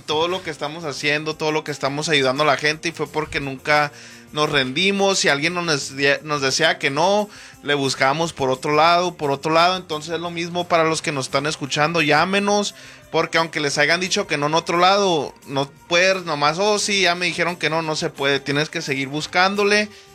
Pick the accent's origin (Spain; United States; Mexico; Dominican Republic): Mexico; como los mexicanos nunca nos rendimos